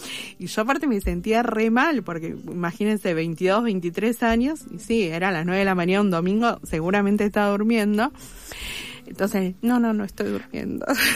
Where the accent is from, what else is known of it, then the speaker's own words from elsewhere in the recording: Remedios de Escalada, Buenos Aires Province, Argentina; yo soy nacida, criada y todo en Remedios de Escalada y soy nieta de un obrero ferroviario, o sea, tengo todo, soy el manual de escaladense.